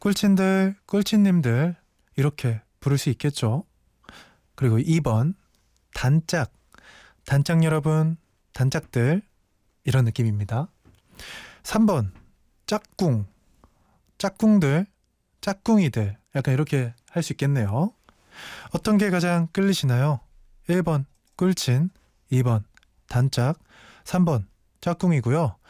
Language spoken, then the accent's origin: Korean; Cheonan, South Chungcheong, South Korea; also born or lived in Byeongcheon; 나의 고향은 충청남도 천안이고요. 병천에서 태어났습니다